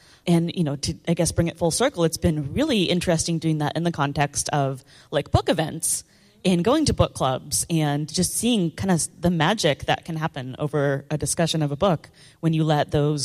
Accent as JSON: {"language": "English", "town": "Tacoma", "region": "Washington", "country": "United States", "tie": "born or raised there", "said": "I grew up in Tacoma, Washington, and we have the Point Defiance Aquarium and Zoo in Tacoma."}